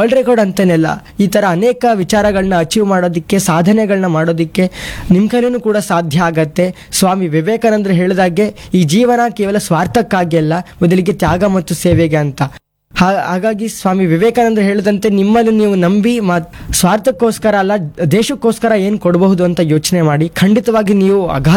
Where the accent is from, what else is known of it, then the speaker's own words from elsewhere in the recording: Hanumanalu, Karnataka, India; ನಮ್ಮ ಊರು ಇಲ್ಲೇ, ಇಲ್ಲಿಂದ 1/2 ಗಂಟೆ, ಇಲ್ಲಿಂದ 25 ಕಿಲೋಮೀಟರ್ ಇದೆ, ಬನ್ನೂರ್ ಅಂತ. ಬನ್ನೂರ್ ಹತ್ರ ಹನುಮನಾಳು ನಮ್ಮೂರು.